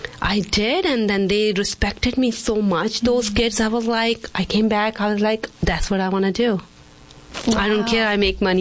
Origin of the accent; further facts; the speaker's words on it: Dalhousie, Himachal Pradesh, India; English is a second language; It's up in the foothill of Himalayas. Dalhousie. It's north part of the India, up mountains, and it's a very beautiful town, and they call it the mini Switzerland.